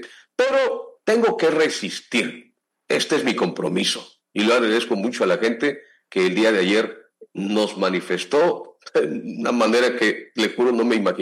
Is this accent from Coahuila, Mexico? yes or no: no; Juchitán, Oaxaca, Mexico; yo soy de Juchitán, vivo, mi madre, mi familia somos de Juchitán